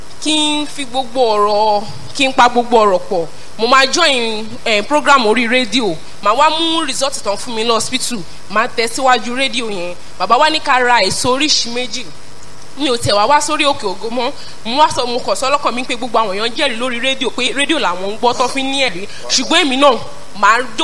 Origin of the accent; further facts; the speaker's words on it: Ikenne, Ogun, Nigeria; mo wa lati ilu Ikene